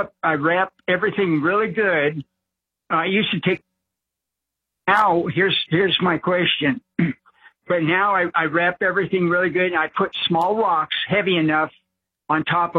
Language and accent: English; California, United States; I'm from California all my life. I never had the problem. But living in the desert, beautiful area, high desert